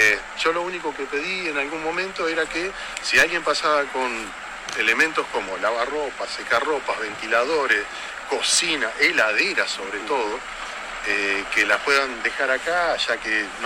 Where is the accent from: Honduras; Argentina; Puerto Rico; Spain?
Argentina; Es un contexto de todo. Todos somos argentinos.